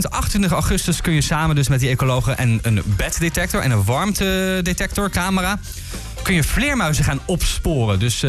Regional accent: Netherlands; wij als Nederlanders natuurlijk, dat willen wij graag.

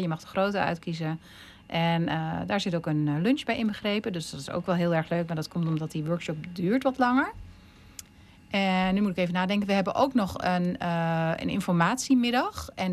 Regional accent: Hattem, Gelderland, Netherlands; En ik moet zeggen, wij komen dan zelf uit Hattem. Ik heb wel roots in Heerde.

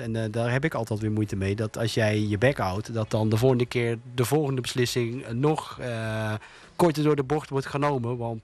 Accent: Tilburg, North Brabant, Netherlands; op dat moment schaamde ik me een beetje dat ik uit Tilburg-Noord kwam.

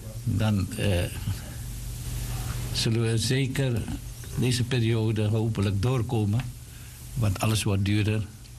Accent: Suriname; now in Netherlands; kan je zeggen van ja, je kan het liever over het Surinaams nieuws hebben. Dat is ook waar. Dat is ons vaderland tenslotte. En dan kijken we met alle ogen zijn gericht op ons vaderland.

